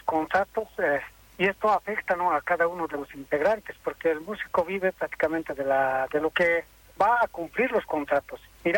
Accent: Bolivia

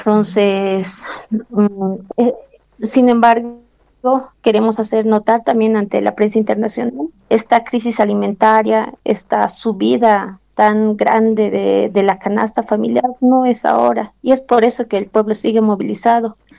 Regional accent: La Paz, Bolivia; a nuestro departamento, a mi departamento de La Paz

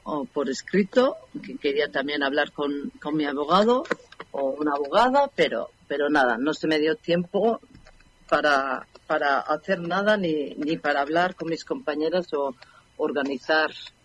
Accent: Basque Country, Spain; now in Switzerland; yo soy vasca

